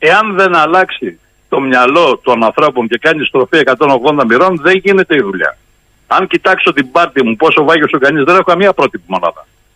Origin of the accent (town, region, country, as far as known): Thessaly, Greece